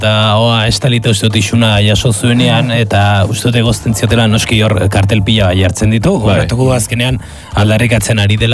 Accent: Idiazabal, Basque Country, Spain; Bira hori gure herrian ohikoa zen, parrandetan da ordu batetik aurrera, nidia zabaldarra naiz, eta ordu batetik aurrera, haupa segura esaten genuen

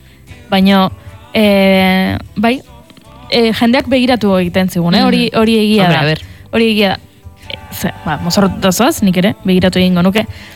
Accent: Tolosa, Basque Country, Spain; Eta ni Tolosarra naiz, mozorrotzea gustatzen zait, inauteriako dakizue garrantzitsuak direla guretzat

